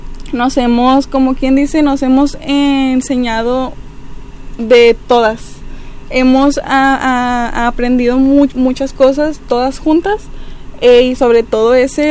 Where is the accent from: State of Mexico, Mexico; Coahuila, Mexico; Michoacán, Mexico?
Coahuila, Mexico; Villa de las Esperanzas; soy originaria de Villa de las Esperanzas